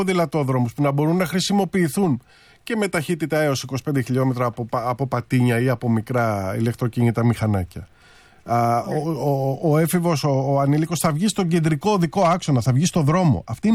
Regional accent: Greece

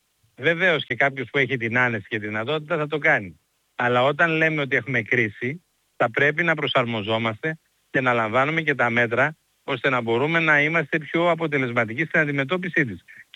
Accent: Greece

